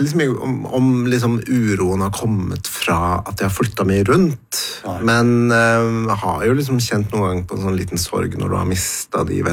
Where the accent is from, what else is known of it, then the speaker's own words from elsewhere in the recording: Tromsø, Troms, Norway; born there; Ja, da sier jeg at jeg født i Tromsø, og så har jeg bodd sånn 20 pluss ulike plasser, så det vanskelig å peke på at der jeg hjemme, liksom.